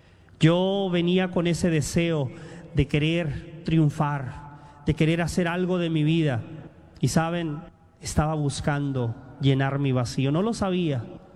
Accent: Mexico; moved away as an adult; Hace muchos años, yo también, como muchos de ustedes, como tantos miles que venimos de otros países, yo de México

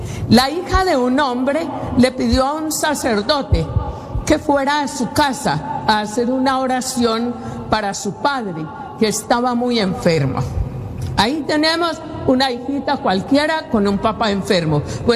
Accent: Colombia; aún en mi tierra, en Colombia.

